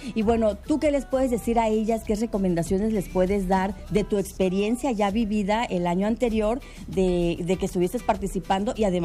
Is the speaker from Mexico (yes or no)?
yes; Mexico; De nosotros como mexicanos, hombres y mujeres fuertes